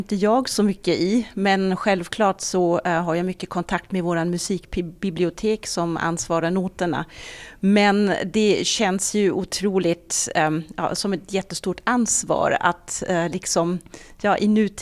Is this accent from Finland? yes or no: no; Germany; Swedish is a second language; now in Sweden; Jag är från Tyskland så det kan hända att jag använder ord som kanske inte passar 100%.